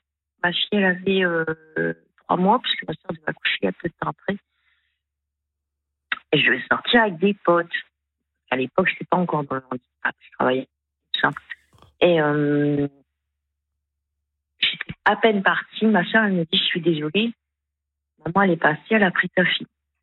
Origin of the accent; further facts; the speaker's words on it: France; Je veux dire, pourtant, je suis française, hein, je veux dire, j'ai des papiers et tout.